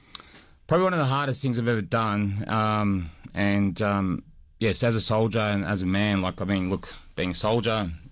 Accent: Australia; I was born and raised in Australia, but a very proud Croatian heritage. Mum and dad both Croatian.

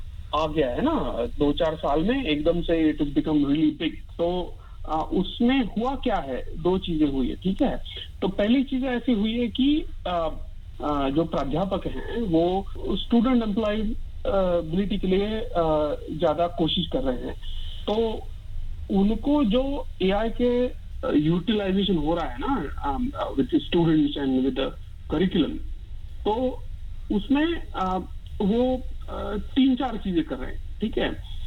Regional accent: Pune, Maharashtra, India; moved away as an adult; now in Australia; मैं पुणे महाराष्ट्र से हूँ. 20 साल से ऑस्ट्रेलिया में रह रहा हूँ.

